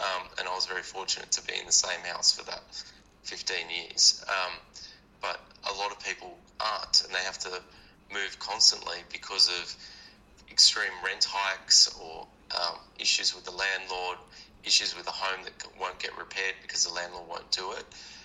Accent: New South Wales, Australia; I've as someone who grew up in New South Wales, born and bred in New South Wales, I've never understood why we have less public holidays than everybody else.

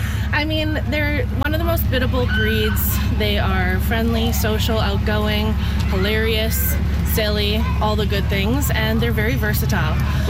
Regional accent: Winnipeg, Manitoba, Canada; I'm here from Winnipeg. I'm actually out in Cooks Creek by Oak Bank.

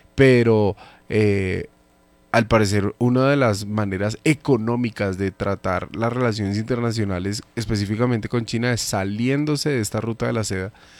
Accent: Colombia; nosotros como colombianos no la necesitamos para entrar a la Unión Europea

